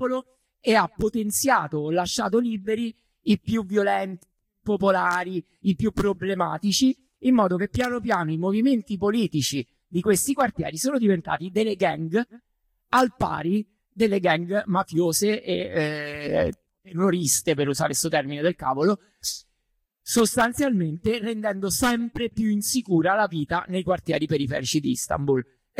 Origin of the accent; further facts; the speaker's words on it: Rome, Lazio, Italy; Scusate, sono da Roma.